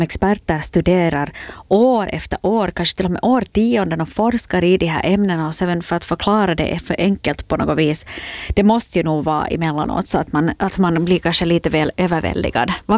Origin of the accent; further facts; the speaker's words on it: Vaasa, Ostrobothnia, Finland; Här i min hemstad Vasa så var det faktiskt i morse där jag kuskade runt här i stan.